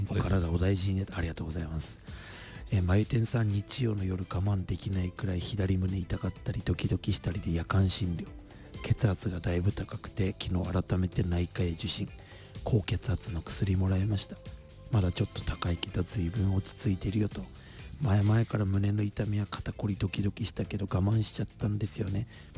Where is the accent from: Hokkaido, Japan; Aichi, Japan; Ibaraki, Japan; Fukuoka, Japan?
Ibaraki, Japan; Kasumigaura; そこから大橋渡った先、私の地元にはお城の外観の歴史博物館と小さいけれど意外と楽しい霞ヶ浦市水族館があります。